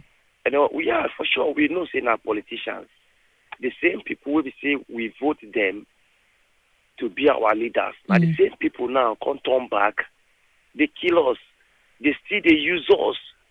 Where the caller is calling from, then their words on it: Lagos, Nigeria; I'm calling from Lekki.